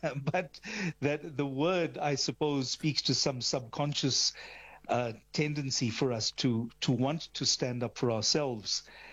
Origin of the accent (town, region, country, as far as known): Tongaat, KwaZulu-Natal, South Africa; born or raised there